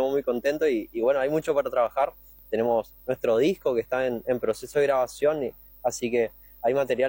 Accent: Oberá, Misiones, Argentina; los que somos de acá de Oberá

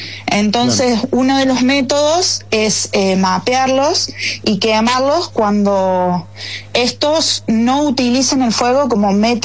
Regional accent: Argentina; como argentinos por ahí es muy difícil acceder a estas capacitaciones internacionales, porque para nosotros es muchísima plata

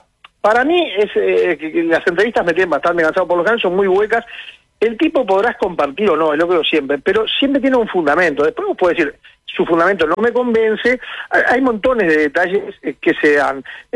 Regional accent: Uruguay; somos bravos los uruguayos

